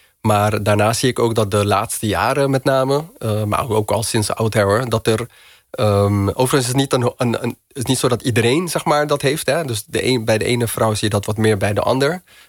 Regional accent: Rotterdam, South Holland, Netherlands; Ik kom uit Rotterdam

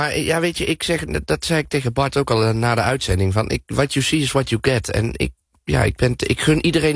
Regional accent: Tiel, Gelderland, Netherlands; born there; de stad waar ik geboren ben.

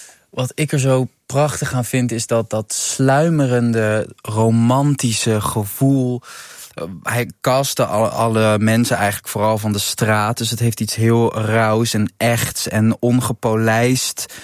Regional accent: Netherlands; waar wij als Nederlanders vrij ingetogen zijn.

